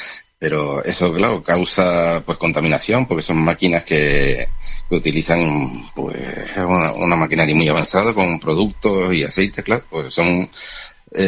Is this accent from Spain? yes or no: yes; Spain; porque soy español y yo mi bandera española.